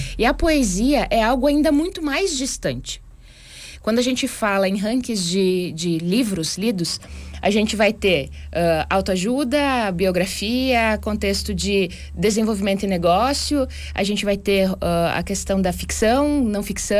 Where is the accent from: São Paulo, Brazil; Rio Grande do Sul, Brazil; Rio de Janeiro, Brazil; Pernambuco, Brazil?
Rio Grande do Sul, Brazil; Porto Vera Cruz; born there; also born or lived in Nova Araçá / Serra Gaúcha; now in Garibaldi, Brazil; A minha cidade natal é Porto Vera Cruz, lá na fronteira do estado, mas morei quase 20 anos na região da Serra já. Nova Araçá foi minha cidade recentemente e eu cheguei em Garibaldi há quase há 3 meses.